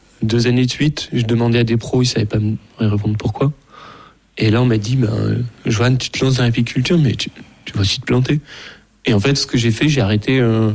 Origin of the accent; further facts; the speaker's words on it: Auvergne-Rhône-Alpes, France; Eh ben oui, j'ai grandi en Ardèche